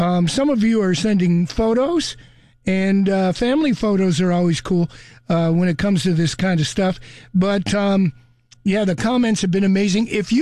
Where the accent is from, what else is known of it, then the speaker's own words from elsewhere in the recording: Pennsylvania, United States; I'm from the other coal region. I'm from Nipa.